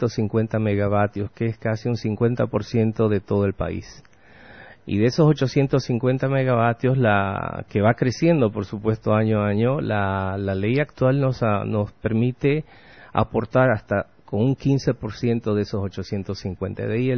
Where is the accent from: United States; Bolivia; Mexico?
Bolivia; Santa Cruz; como sociedad y como cruceño